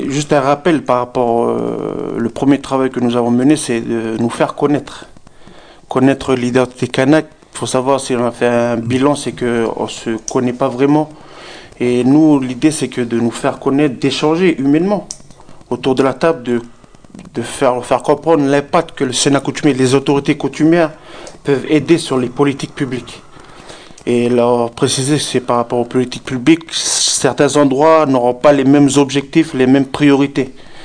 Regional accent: Lifou, Loyalty Islands Province, New Caledonia; les mairies, par exemple chez moi à Lifou

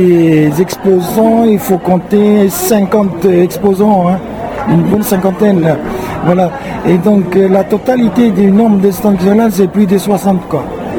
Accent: Wallis & Futuna; chez nous, à Wallis et Futuna, tout est utilisé.

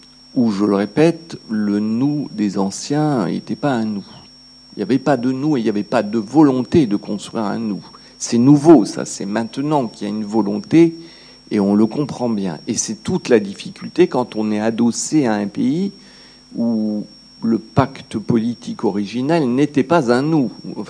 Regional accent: France; Je suis un nous éloigné parce que je suis française de nationalité

